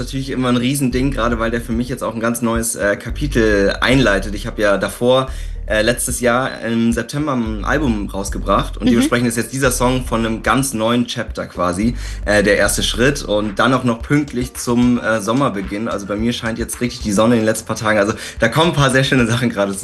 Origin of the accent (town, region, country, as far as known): Landsberg am Lech, Bavaria, Germany; born there; moved away as an adult; now in Berlin, Germany